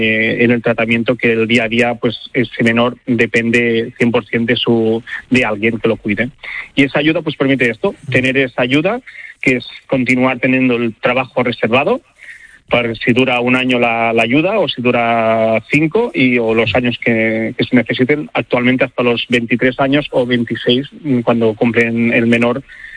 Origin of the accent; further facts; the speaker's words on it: Catalonia, Spain; now in Barcelona, Spain; Pues otra vez viviendo en Barcelona, nosotros somos de La Garrocha, de la comarca allí a lo alto de Cataluña